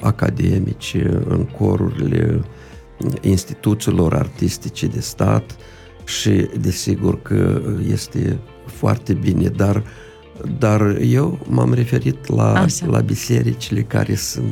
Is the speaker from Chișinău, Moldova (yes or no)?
no; Mândrești, Telenești District, Moldova; De la Mândrești-Telenești. Dar poate știu că acum Casa de Cultură este în reparație în satul meu natal.